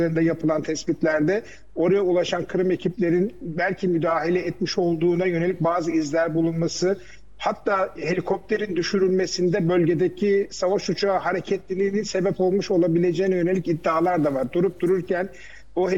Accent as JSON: {"language": "Turkish", "town": "Kaman", "region": "Kırşehir", "country": "Turkey", "said": "Şimdi ben aslen Kırşehirliyim, Kırşehir Kamanlıyım. Dolayısıyla Anadolu insanı, hepimiz birbirimizi tutarız iyi kötü."}